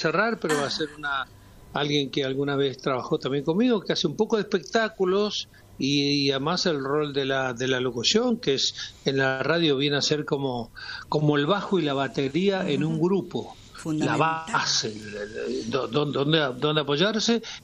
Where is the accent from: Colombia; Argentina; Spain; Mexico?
Argentina; Patagonia; moved away; Yo vengo de la Patagonia profunda y mi única compañía en la mitad del campo era la radio.